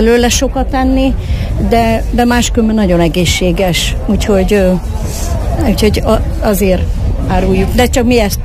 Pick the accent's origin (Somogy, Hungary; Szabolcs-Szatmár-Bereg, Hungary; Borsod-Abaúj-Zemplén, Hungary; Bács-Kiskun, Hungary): Borsod-Abaúj-Zemplén, Hungary; Bán-Horváti; Bán-Horvátiból jöttünk, ott termeljük a fekete berkenyét.